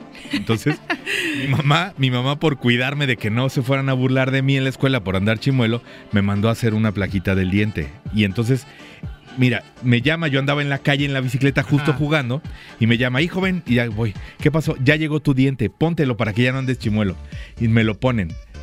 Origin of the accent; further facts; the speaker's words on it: Veracruz, Mexico; son vecinos de nosotros los veracruzanos